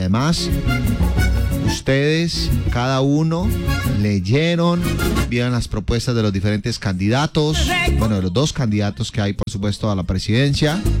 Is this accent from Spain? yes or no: no; Colombia; Salga a votar. Es un derecho como colombiano.